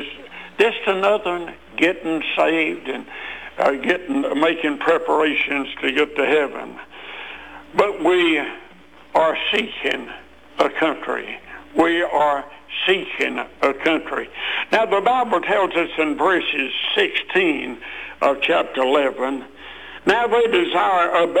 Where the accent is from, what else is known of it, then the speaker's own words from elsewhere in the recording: Mount Airy, North Carolina, United States; she asked me where I was from, and I probably told her that I was from Mount Airy.